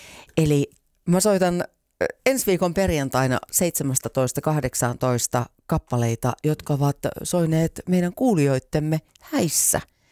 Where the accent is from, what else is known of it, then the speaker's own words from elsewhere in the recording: Jyväskylä, Central Finland, Finland; rakkaassa kotikaupungissani Jyväskylässä